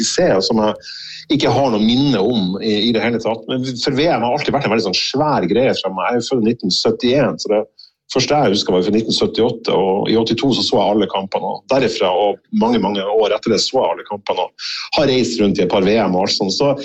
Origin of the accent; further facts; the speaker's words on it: Fauske, Nordland, Norway; now in Tromsø, Norway; her i Tromsø der jeg bor, og der jeg kommer fra på Fauske.